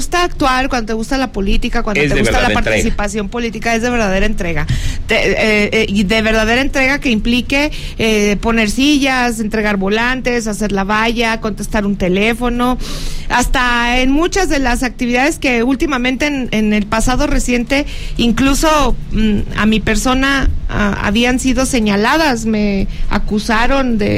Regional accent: Fresnillo, Zacatecas, Mexico; soy de Fresnillo

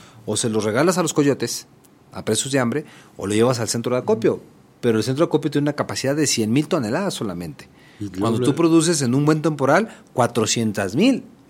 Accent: Zacatecas, Mexico

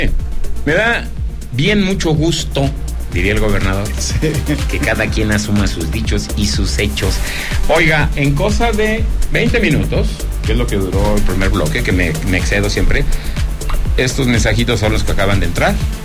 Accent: Zacatecas, Mexico; Bienvenido a mi tierra Zacatecas.

